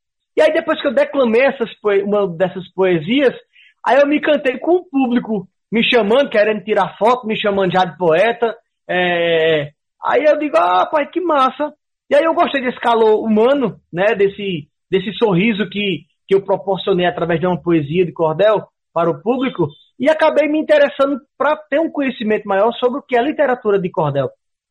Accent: Caruaru, Pernambuco, Brazil; Eu sou daqui mesmo de Caruaru, né? Nasci em Caruaru, eu me criei e nunca morei em outro lugar, né? Sempre morei na cidade de Caruaru, a capital do forró, a princesinha do Agreste

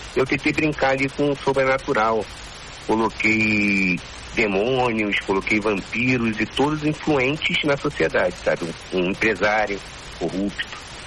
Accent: Rio de Janeiro, Brazil; Fui criado aqui no subúrbio, na Zona Norte. Não fui criado no cartão postal

